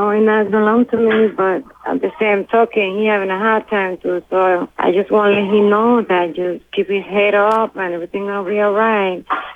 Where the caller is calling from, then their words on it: New Orleans, Louisiana, United States; I come from the West Bank in New Orleans.